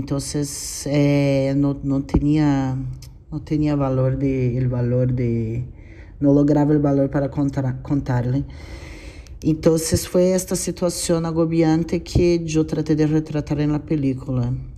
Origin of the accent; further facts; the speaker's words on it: Brazil; Spanish is a second language; director de la película, soy de Brasil.